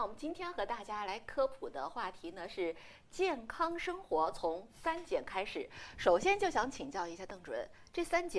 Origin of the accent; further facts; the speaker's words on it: Hunan, China; 尤其是咱们湖南人本来吃饭的话这个口味比较重，